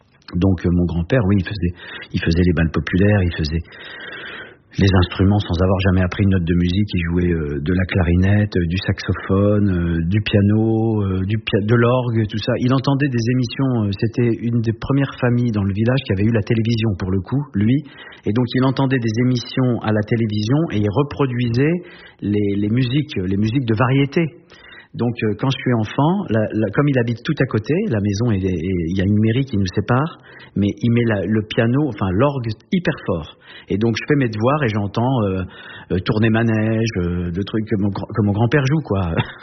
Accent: Grand Est, France; also born or lived in Saint-Dizier; j'ai grandi, je suis né en Champagne, à Saint-Dizier, mais c'est le seul endroit en Champagne où on ne fait pas de champagne. Et ensuite, j'ai grandi dans les Vosges, mais c'est la plaine des Vosges

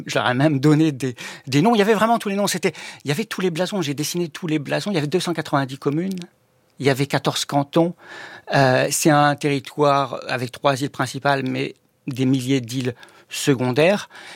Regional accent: Auvergne-Rhône-Alpes, France; also born or lived in Lyon; Alors, moi j'ai grandi, enfin je suis né à Lyon, et j'ai grandi à côté d'une centrale nucléaire, la centrale nucléaire de Crémalville, qu'on surnommait Super Phoenix. Donc on est dans le Nord-Isère, tout proche d'un fleuve, le Rhône

